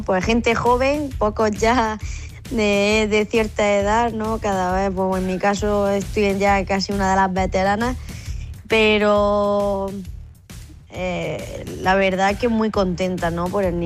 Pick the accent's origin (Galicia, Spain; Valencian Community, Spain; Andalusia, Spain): Andalusia, Spain; Granada; Y para mí como granadina estar a una hora de casa, pues es especial